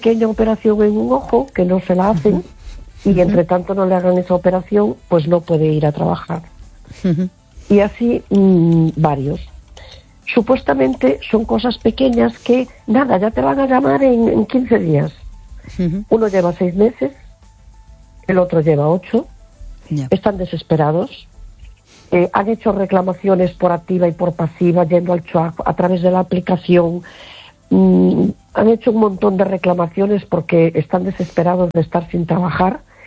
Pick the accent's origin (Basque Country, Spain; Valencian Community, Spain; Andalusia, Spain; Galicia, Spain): Galicia, Spain; A Coruña